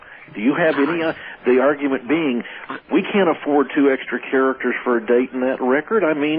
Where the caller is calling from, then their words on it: El Paso, Texas, United States; Well, not too far from you, over in El Paso.